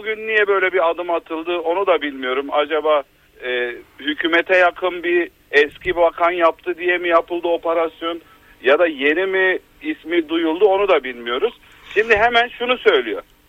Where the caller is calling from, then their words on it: Antalya, Turkey; Antalya'dan.